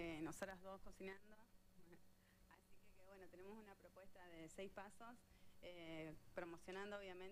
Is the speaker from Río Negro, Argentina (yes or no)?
no; Zapala, Neuquén, Argentina; Yo soy de Zapala, vivo en Zapala, recién estoy llegando